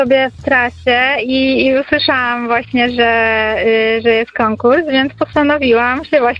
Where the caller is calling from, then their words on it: Kraków, Lesser Poland, Poland; Jestem z Krakowa.